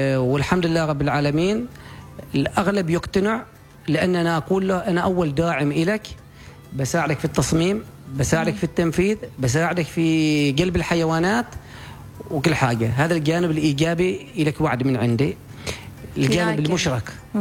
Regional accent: Oman; عندنا في عمان.

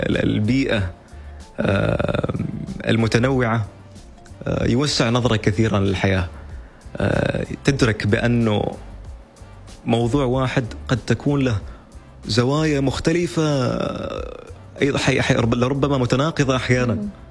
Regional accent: Oman; أقول له من سلطنة عمان.

